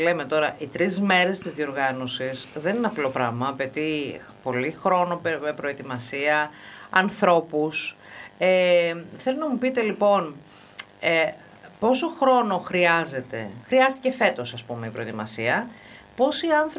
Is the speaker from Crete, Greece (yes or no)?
no; Peloponnese, Greece; οι ντόπιοι, οι μεσίνοι